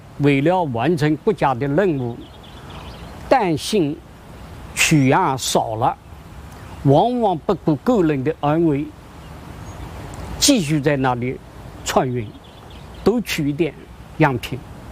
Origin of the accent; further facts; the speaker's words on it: China; 这个是你感到很奇怪，没有一张画片是我们中国人自己的。